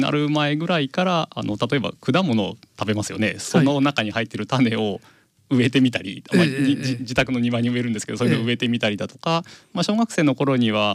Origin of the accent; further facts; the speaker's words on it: Ishikawa, Japan; 私、実は地元石川県で、野々市ではないんですけど、元の松戸の出身になります。